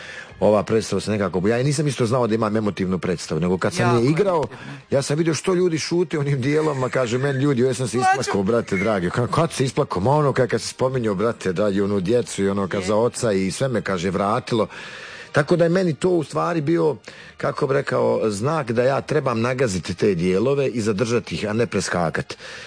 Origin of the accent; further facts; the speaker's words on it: Bosnia & Herzegovina; Jer kod nas u Bosni kaže ne valja se smijati, oplakat ćeš.